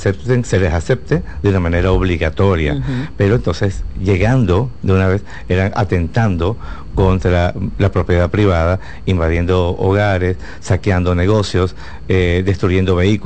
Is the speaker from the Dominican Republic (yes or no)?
yes; Dominican Republic; vengo de República Dominicana